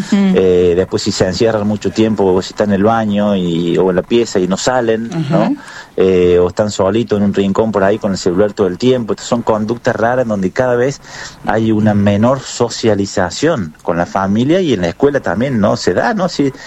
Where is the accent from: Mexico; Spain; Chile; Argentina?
Argentina; todo lo apasionado que somos los argentinos en el fútbol